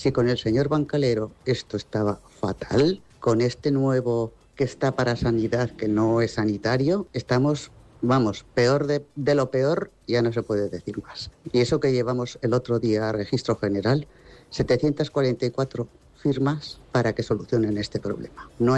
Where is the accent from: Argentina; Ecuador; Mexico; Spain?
Spain; Zaragoza, Aragon; Buenos días … de la Cartuja Baja.